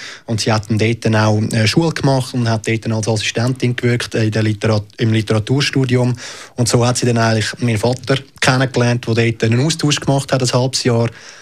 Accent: Aargau, Switzerland; also born or lived in Zurich / Kilchberg / Affoltern am Albis; ich bin hier in Zürich geboren, Kilchberg aufgewachsen, dann in Affoltern an einem Albis und dann haben die Eltern entschieden, in Aargau zu zügeln.

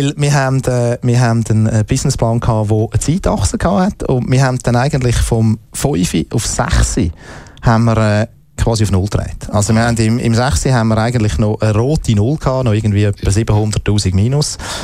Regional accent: Zurich, Switzerland; Nein, das so weit habe ich mich noch nicht überwinden. Ich bin Zürcher und ZSCV.

